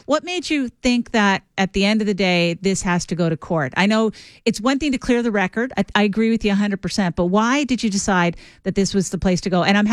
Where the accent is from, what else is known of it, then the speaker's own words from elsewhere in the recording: Sydney, Nova Scotia, Canada; I grew up in Whitney Pier.